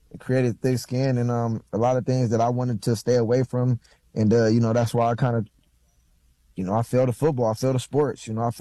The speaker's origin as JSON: {"language": "English", "town": "Los Angeles", "region": "California", "country": "United States", "tie": "born or raised there", "said": "USC was right there in my backyard. I grew up in the Crenshaw District, and that was literally in my backyard"}